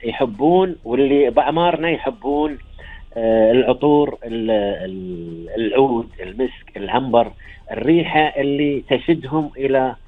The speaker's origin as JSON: {"language": "Arabic", "country": "Kuwait", "said": "انا عطار كويتي قديم"}